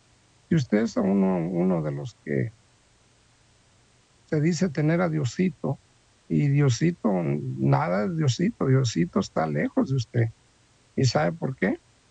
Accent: Mexico; nosotros como mexicanos crecimos en ese espíritu de idolatría

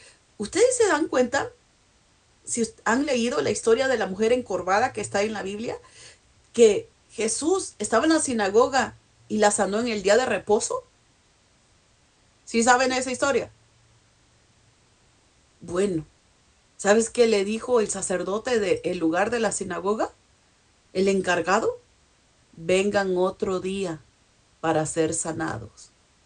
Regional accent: Acapulco, Guerrero, Mexico; yo soy de Acapulco, Guerrero, México.

